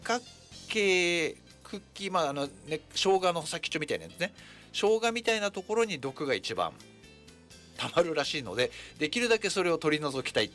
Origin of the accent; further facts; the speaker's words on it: Tokyo, Japan; now in Ninohe, Japan; 僕も東京にで生まれ育って、まあ、東京っていうのは東京の真ん中じゃなくて本当に端っこなんですけど